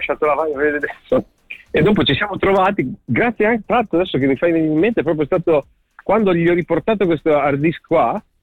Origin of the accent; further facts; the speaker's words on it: Sassuolo, Emilia-Romagna, Italy; Io sono di Sassuolo